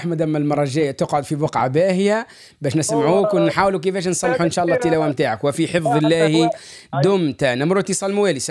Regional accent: Tunisia; مدرستنا التونسية،

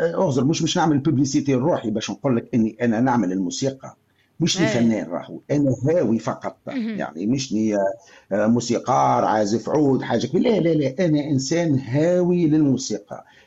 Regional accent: Hergla, Sidi Bou Ali, Sousse Governorate, Tunisia; moved away as an adult; now in France; تذكرني ببلادي بحومتي، كي كنت نقرا في هرقله ولا في سيدي بوعلي ولا في سوسه

